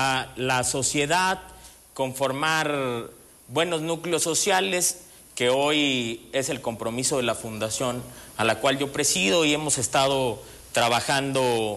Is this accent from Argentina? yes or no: no; Zitácuaro, Michoacán, Mexico; also born or lived in Morelia; Ya, mi tierra natal.